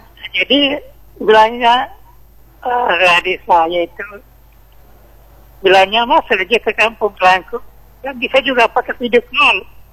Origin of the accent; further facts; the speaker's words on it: Soppeng, South Sulawesi, Indonesia; Nah, jadi misalnya pertamanya aku dari Sulawesi ke Morabada, langsung ke situ karena ada saudarinya paman saya di situ dulu.